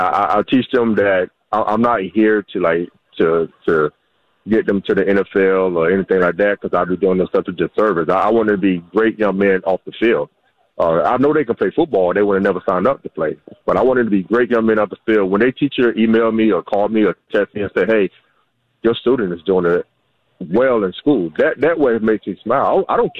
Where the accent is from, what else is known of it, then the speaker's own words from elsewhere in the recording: Scottdale, Georgia, United States; I grew up in Scottsdale, Georgia, which, you know, Clarkson was like pretty much right up the street from Scottsdale.